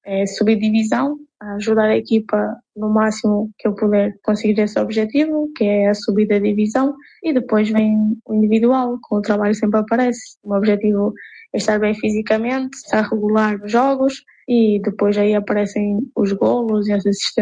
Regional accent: Angola; born there; Como eu nasci em Angola, seria uma honra representar a seleção angolana.

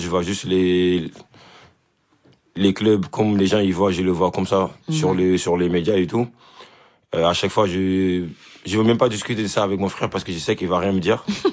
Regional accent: Senegal; now in France; si on est Sénégalais, c'est normal.

